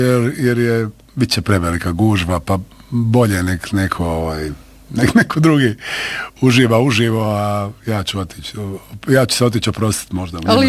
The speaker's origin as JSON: {"language": "Croatian", "country": "Bosnia & Herzegovina", "moved": "yes", "lives_now": "Croatia", "said": "pitaju odakle si, kao iz Bosne, živim u Hrvatskoj"}